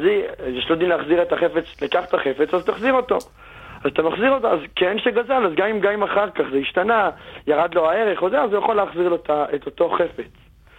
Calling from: Jerusalem, Jerusalem District, Israel; אני מירושלים.

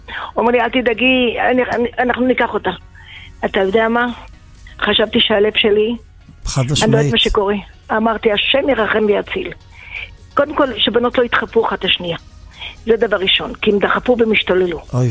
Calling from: Beit Shemesh, Jerusalem District, Israel; אני מבית שמש.

